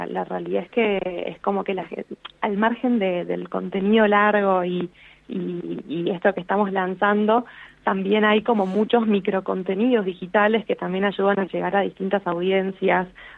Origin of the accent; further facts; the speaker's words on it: Argentina; todos nos queremos como argentinos, todos nos queremos